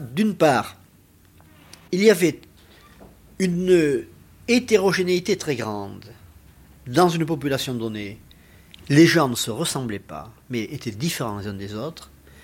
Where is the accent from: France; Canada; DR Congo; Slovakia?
France; Southern France; accent: Midi; moved away as an adult; Moi j'arrivais très intimidé avec mon accent du Midi, parce que je ne connaissais pas Paris